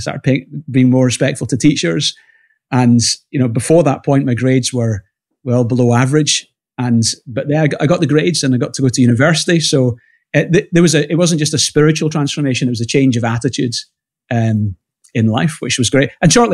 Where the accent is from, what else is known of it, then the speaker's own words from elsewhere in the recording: Glasgow, Scotland, United Kingdom; Yeah, so I was born 1975 in Glasgow. I'm 50 now, and grew up taken to church as a kid.